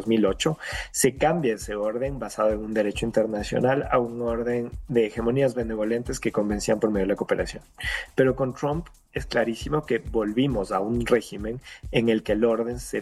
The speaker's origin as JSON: {"language": "Spanish", "country": "Ecuador"}